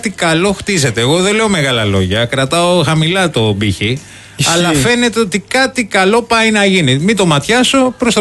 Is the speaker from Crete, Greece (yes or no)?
no; Kaisariani, Attica, Greece; στην πατρίδα μου, στην Κεσαριανή.